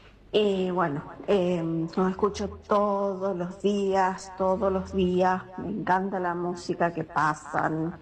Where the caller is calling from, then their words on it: Santa Fe, Argentina; te hablo de Chapul, Santa Fe.